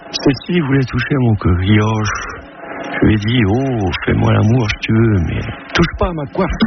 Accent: Saint-Nicolas-du-Pélem, Brittany, France; now in Vannes, France; Alors, moi j'habite à Vannes, je viens du centre-Bretagne, du Saint-Nicolas-du-Pélène.

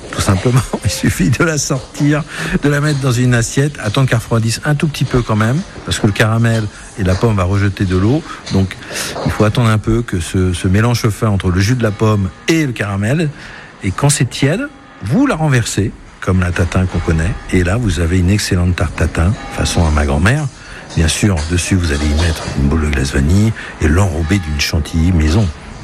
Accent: Brittany, France; je viens de Bretagne, donc je cuisine beaucoup au beurre

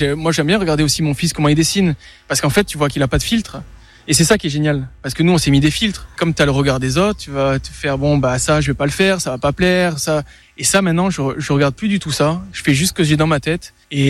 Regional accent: Nice, Provence-Alpes-Côte d'Azur, France; Quand tu passes le Var en tant que niçois, ben c'est un peu dur, quoi.

